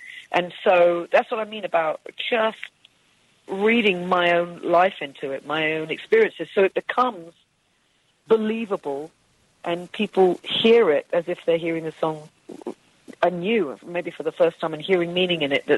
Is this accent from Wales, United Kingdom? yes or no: yes; Wales, United Kingdom; being Welsh.